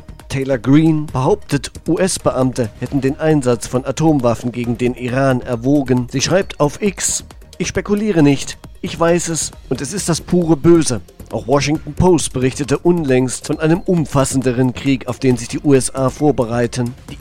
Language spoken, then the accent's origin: German; Thuringia, Germany; born or raised there